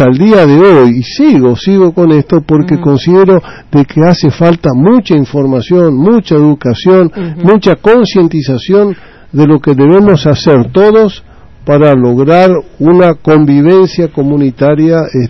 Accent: Clorinda, Formosa, Argentina; yo no aprendí cuando nací y viví en Clorinda, hace 70 años.

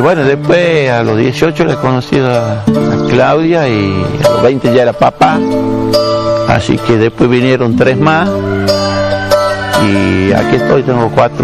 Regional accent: Argentina; Y los tranqueños necesitamos despegar y vivir como tenemos que vivir los tranqueños. Yo me voy a morir acá.

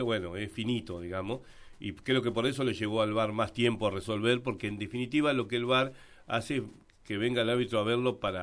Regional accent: Argentina

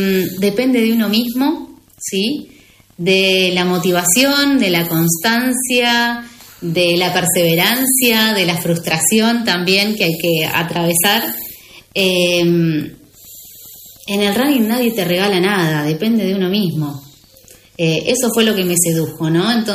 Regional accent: Treinta de Agosto, Buenos Aires, Argentina; moved away; Nacida y criada en 30 de agosto, un pueblo de casi 6.000 habitantes, en el cual tengo amigos y parte de mi familia.

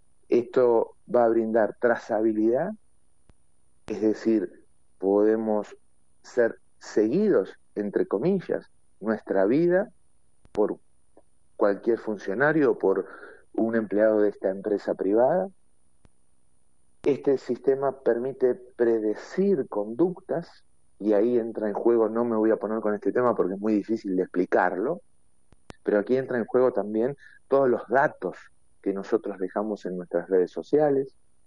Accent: Argentina; nosotros como argentinos

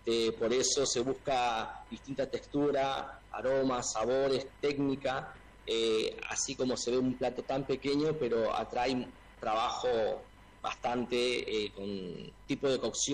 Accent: Buenos Aires, Argentina; moved away as an adult; also born or lived in Machagai, Chaco; now in Chaco, Argentina; Yo soy de Machagay, pero bueno, me crié en Buenos Aires, trabajé muchos años en Buenos Aires, toda mi carrera en Buenos Aires

